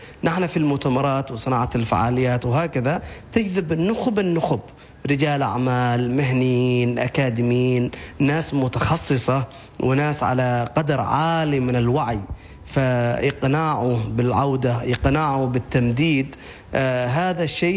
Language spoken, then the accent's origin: Arabic; Oman; نحن كعمانيين